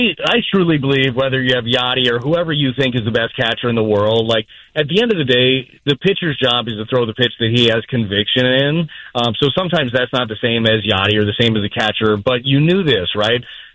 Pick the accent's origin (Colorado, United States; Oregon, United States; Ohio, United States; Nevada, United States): Nevada, United States; Las Vegas; I was a kid from Vegas, so relatively St. Louis-wise, I knew nothing about St. Louis.